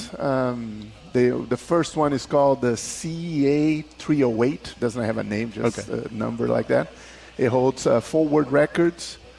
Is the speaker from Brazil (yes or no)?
yes; Brazil; English is a second language; Well, I'm originally from Brazil.